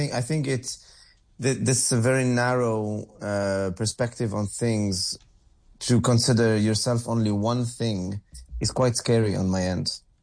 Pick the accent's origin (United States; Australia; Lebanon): Lebanon; now in Europe; I come from Lebanon and I live in Europe or anything like that.